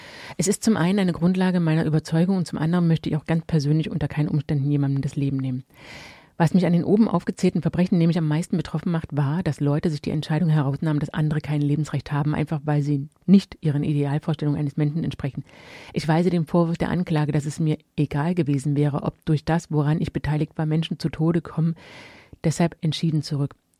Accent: Hamburg, Germany; Es waren also Nazis, die in Hamburger Süleyman Taschköprü in seinem Laden nicht weit von dort, wo ich aufgewachsen bin, erschossen haben.

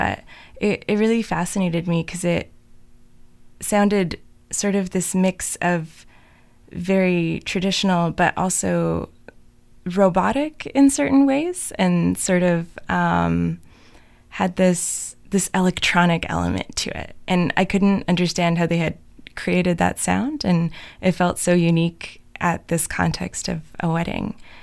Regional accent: Latvia; English is a second language; I've contributed to Radia twice so far. I'm from Latvia, and I took some of the Zooms with me back home over Christmas break

